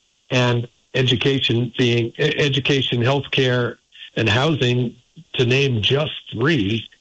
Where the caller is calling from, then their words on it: Montpelier, Vermont, United States; I'm calling in from Montpelier.